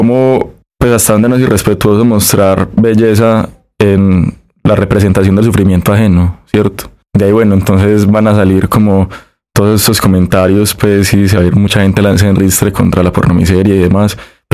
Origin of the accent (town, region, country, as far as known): Medellín, Antioquia, Colombia; born there